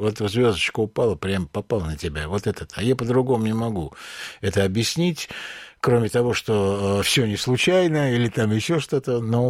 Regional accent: Baku, Azerbaijan; accent: Baku; now in Moscow, Russia; я ведь из Баку приехал. И все, что я знал о культуре в Москве, было на мне, начиная от кремпленового костюма.

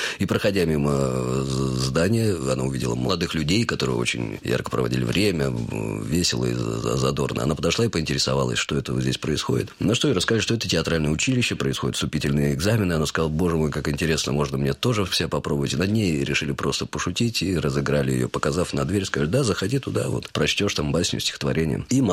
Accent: Kolyvanskoye, Altai Krai, Russia; born or raised there; also born or lived in Prutskoye

